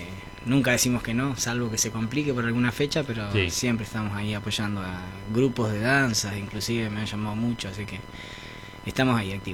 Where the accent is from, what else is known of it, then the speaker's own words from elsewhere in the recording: Tolhuin, Tierra del Fuego, Argentina; also born or lived in Colón, Buenos Aires; now in Ushuaia, Argentina; Vine un año a vivir a Ushuaia y nos volvimos de vuelta para Tolwyn y me crié ahí en Tolwyn.